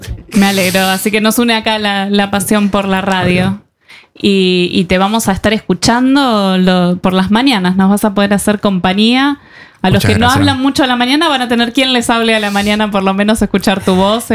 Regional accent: Argentina; Los argentinos nos creemos psicoterapeutas de todos. Acá psicoanalizamos a todos los argentinos.

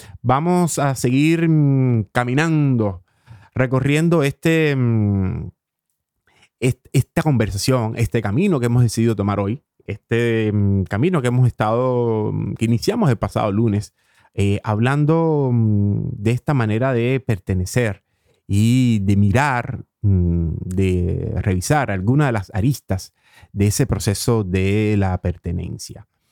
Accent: Cuba; moved away as an adult; now in Oslo, Norway; para alguien que por primera vez había salido de casa, por primera vez había salido de Cuba

